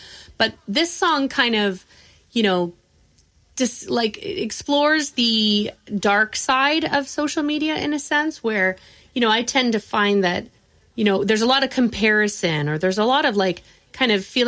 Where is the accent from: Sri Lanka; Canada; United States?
Canada; Calgary, Alberta; moved away as an adult; now in Toronto, Canada; I grew up in Calgary, you know, up until my 20s